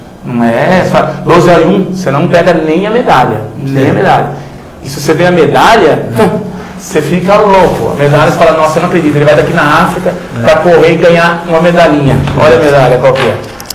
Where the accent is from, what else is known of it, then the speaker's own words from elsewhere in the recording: Brazil; eu morava, eu sou da Vila Querosene, eu nasci lá. Nasci na Vila Querosene.